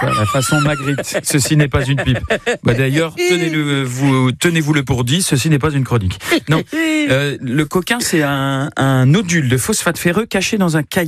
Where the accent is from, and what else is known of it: Grand Est, France